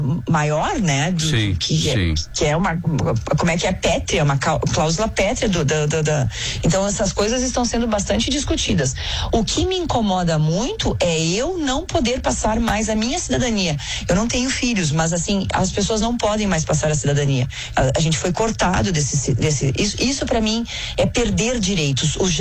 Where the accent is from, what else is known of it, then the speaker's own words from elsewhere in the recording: Rio Grande do Sul, Brazil; somos brasileiros, ítalo-brasileiros, ítalo-gaúchos